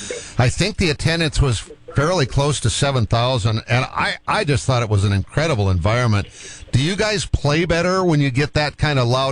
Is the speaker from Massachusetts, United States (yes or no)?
yes; Boston, Massachusetts, United States; I'm from Boston.